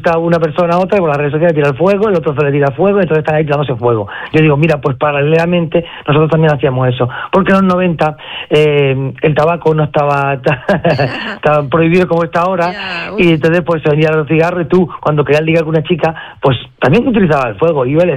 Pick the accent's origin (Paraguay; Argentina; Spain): Spain; Yecla, Region of Murcia; yo que vengo de Yecla, que es una zona que está al norte de Murcia, muy cerca de Valencia